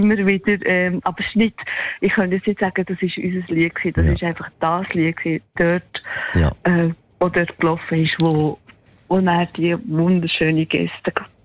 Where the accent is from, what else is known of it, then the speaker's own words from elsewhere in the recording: Solothurn, Switzerland; now in Basel-Landschaft, Switzerland; Aufgewachsen bin ich im Kanton Solothurn, ich wohne aber schon seit, ja, schon lange.